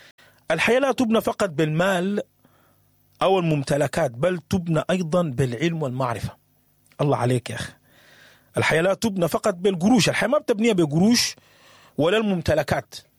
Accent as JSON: {"language": "Arabic", "country": "Sudan", "said": "احنا زرعنا شنو كسودانيين؟ انا وانت كسوداني زرعنا شنو في بلدنا؟"}